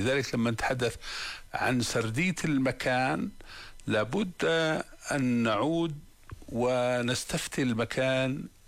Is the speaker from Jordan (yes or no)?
yes; Jordan; إحنا ما في زاوية أو جبل عندنا في الأردن إلا له تاريخ.